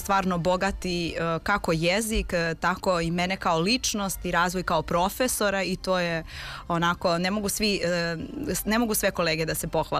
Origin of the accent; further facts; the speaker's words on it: Serbia; to je meni kao domaćinu, kao nekom koja je odavde, meni prija da čujem da se neko lepo i domaćinski osjeća